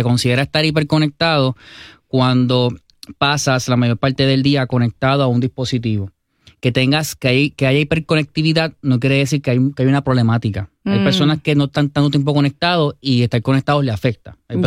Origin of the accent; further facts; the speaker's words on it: Cidra, Puerto Rico; De Sidra, Puerto Rico.